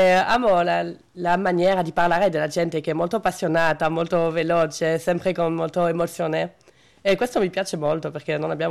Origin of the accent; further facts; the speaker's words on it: Wallonia, Belgium; Italian is a second language; Ovviamente sono di Wallonia.